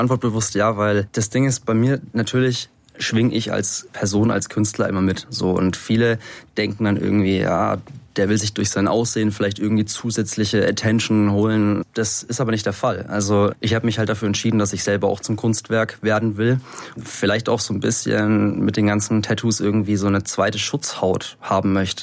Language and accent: German; Schweinfurt, Bavaria, Germany; born or raised there